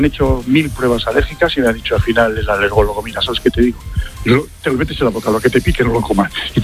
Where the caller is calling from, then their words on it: Salamanca, Castile and León, Spain; Yo soy de Salamanca